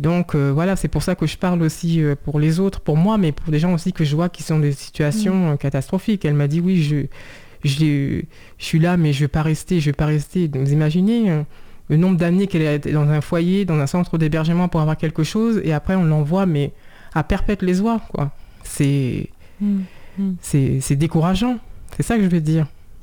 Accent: Saint-Cloud, Île-de-France, France; born there; parce que je suis née en France, à Saint-Cloud, dans les Hauts-de-Seine.

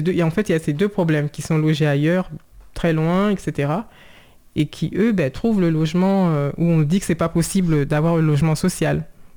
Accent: Saint-Cloud, Île-de-France, France; born there; en tant que citoyenne française, parce que je suis née en France, à Saint-Cloud, dans les Hauts-de-Seine.

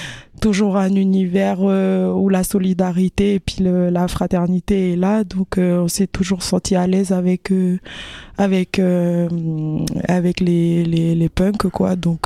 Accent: New Caledonia

